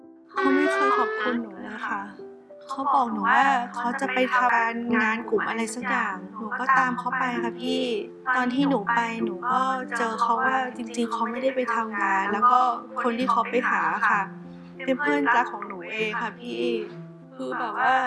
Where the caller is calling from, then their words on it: Bangkok, Thailand; บ้านอยู่อ่อนนุชค